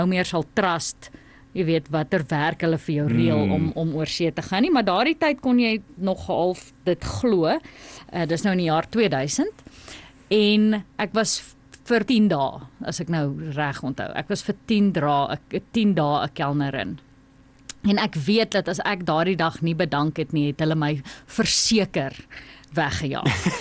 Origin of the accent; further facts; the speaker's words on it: Windhoek, Khomas, Namibia; also born or lived in Pretoria; in Windhoek groot geword, Suiderhof primair, en toe in VHS.